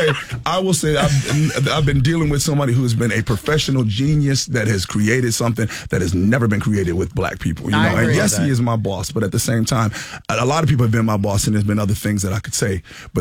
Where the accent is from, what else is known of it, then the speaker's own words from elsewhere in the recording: Buffalo, New York, United States; Buffalo, New York.